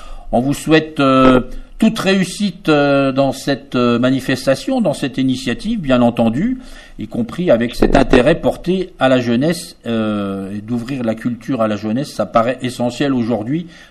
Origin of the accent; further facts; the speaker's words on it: France; moi aussi, je suis français, mais j'ai un nom bien italien quand même.